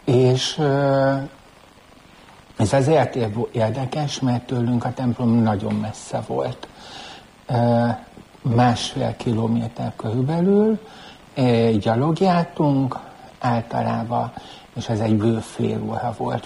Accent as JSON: {"language": "Hungarian", "town": "Szigethalom", "region": "Pest", "country": "Hungary", "tie": "born or raised there", "said": "Nagy községbe születtem, ma már város, Szigethalmon nőttem föl."}